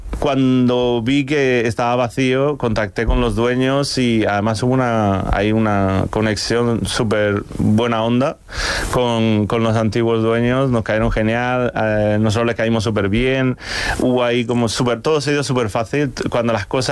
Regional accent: Spain; yo siempre digo, soy español, pero yo creo que tengo corazón latino, porque me encanta la salsa, me encantó, yo quería quedarme, me quería quedar vivir en México, o sea, yo soy muy latino

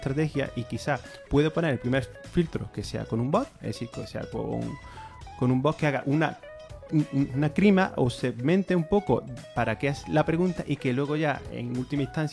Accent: Spain

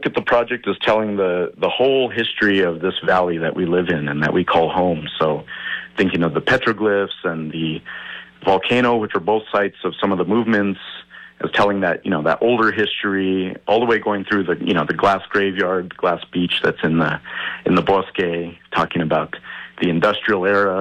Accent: Albuquerque, New Mexico, United States; I'm from Albuquerque. I've been making music here almost my whole life

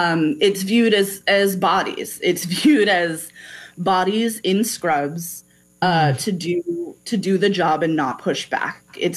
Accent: Burlington, Vermont, United States; now in Chicago, United States; I am from Burlington, Vermont.

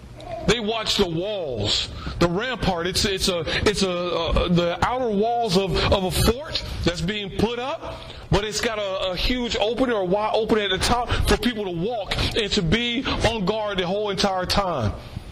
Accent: Jacksonville, Florida, United States; I was born here. I was born in Jacksonville, Florida.

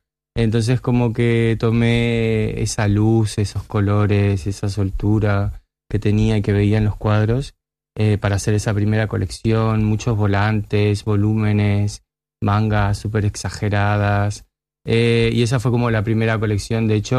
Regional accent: Uruguay; moved away as an adult; now in Valencia, Spain; Trabajo en moda en Uruguay, en mi país.

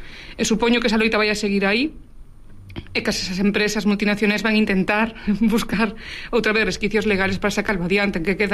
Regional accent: Caldas de Reis, Galicia, Spain; A ver, eu que son de Caldas.

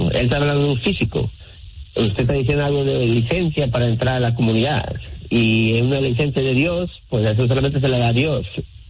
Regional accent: United States; born there; Si yo no vine aquí, yo nací aquí.

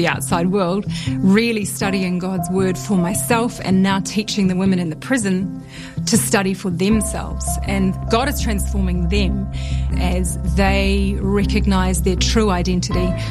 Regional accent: New Zealand; now in Cambodia

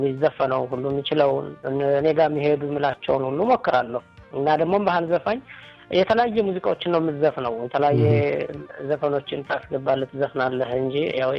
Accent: Amhara, Ethiopia; also born or lived in Gondar; በእርግጥ የተወለድኩት ወደ ጎጃም አካባቢ ነው እና እዛም በነበርኩበት ጊዜም ያው ምንም አይነት ልምዱ ባይኖረኝም የሙዚቃ ግን ተፈጥሮ እንደዚህ ሰርግም ሲሆን ምንም ሲሆን ይሞክር ነበር፣

